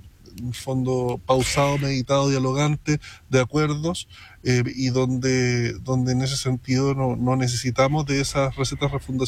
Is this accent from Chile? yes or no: yes; Chile; lo que nos caracteriza como chilenos.